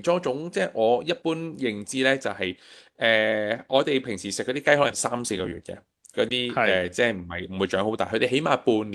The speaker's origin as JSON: {"language": "Cantonese", "country": "Hong Kong"}